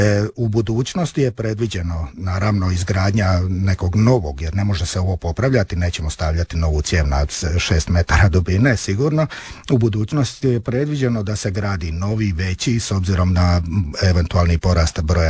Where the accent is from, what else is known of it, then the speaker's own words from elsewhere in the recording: Vrpolje, Brod-Posavina County, Croatia; Ja to područje poznajem jer ja sam iz Vrpolja pa poznajem područje, to spada pod Vrpolje.